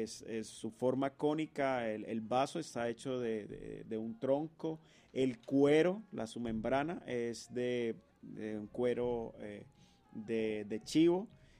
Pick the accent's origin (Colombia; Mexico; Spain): Colombia; somos colombianos, de esa costa pacífica, del Atlántico